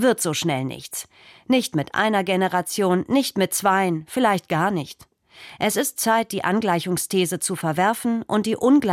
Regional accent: Potsdam, Brandenburg, Germany; Ich bin 1987 in Potsdam geboren und im Nachwende-Osten groß geworden.

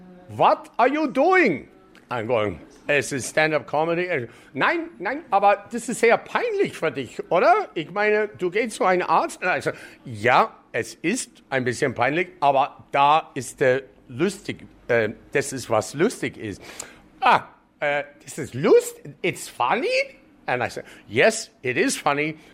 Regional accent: Canada; German is a second language; moved away as an adult; now in Munich, Germany; ich als Kanadier, scheißegal, ich bin hier so lang

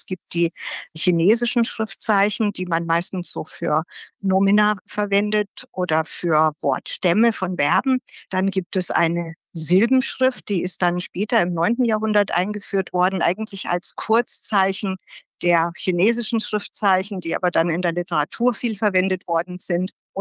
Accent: Germany; europäische Ausländer, so wie wir als Deutsche oder als US-Amerikaner, sind eher eine relativ kleine Gruppe.

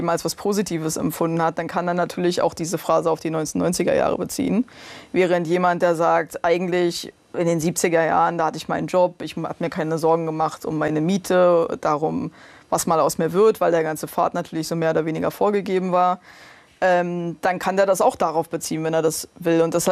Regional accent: Brandenburg, Germany; moved away; als ich aufgewachsen bin in Brandenburg

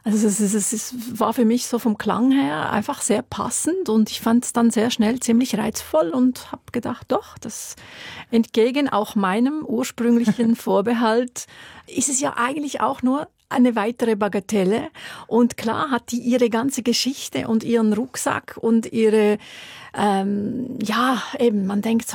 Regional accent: Wollerau, Schwyz, Switzerland; Also ich bin in Wollerau aufgewachsen und da waren Ländler-Stubetten am Wochenende in so kleinen Beizen gehörten einfach zur Tradition

